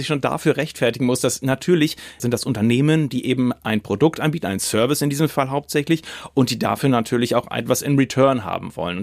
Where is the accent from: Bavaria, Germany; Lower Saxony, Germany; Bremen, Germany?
Lower Saxony, Germany; Ich bin aufgewachsen in Ostfriesland. Das ist sehr rural, sehr ländlich, und ich bin schwul.